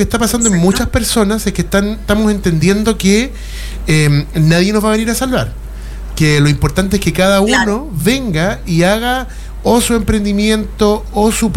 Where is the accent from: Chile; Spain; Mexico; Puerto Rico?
Chile